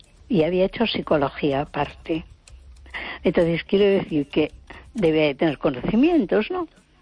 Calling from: A Coruña, Galicia, Spain; de Coruña.

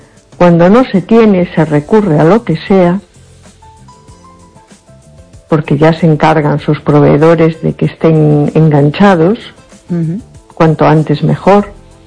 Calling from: A Coruña, Galicia, Spain; Hola, buenas noches. … de Coruña.

